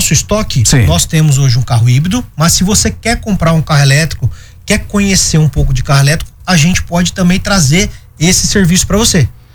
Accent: São José dos Campos, São Paulo, Brazil; eu sou de São José dos Campos.

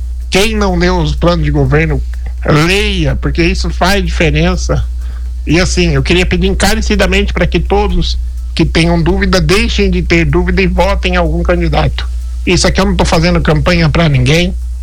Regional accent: Caraguatatuba, São Paulo, Brazil; eu sou caiçado, sou nascido aqui em Caraguatatuba

